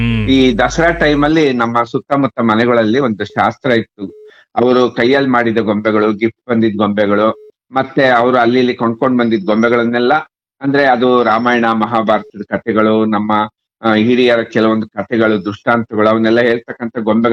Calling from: Shivamogga, Karnataka, India; Vidyanagar, Shivamogga.

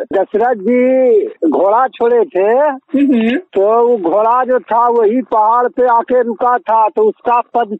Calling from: Munger district, Bihar, India; हम मुंगेर जिला से बोल रहे हैं।

